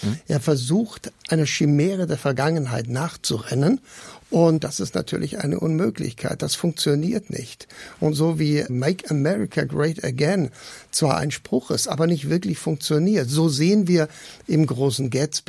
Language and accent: German; Southern Germany, Germany; Ich bin in Süddeutschland groß geworden.